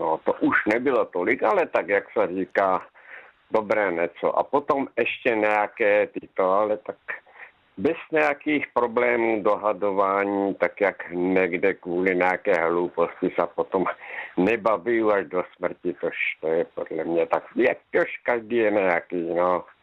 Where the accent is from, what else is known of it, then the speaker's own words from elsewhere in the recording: Zlín Region, Czechia; born there; now in Topolná, Czech Republic; tady v Topolné, ale pocházím z Luku.